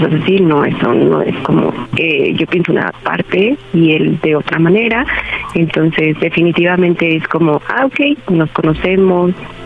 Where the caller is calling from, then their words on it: Guadalajara, Jalisco, Mexico; 34, de Guadalajara.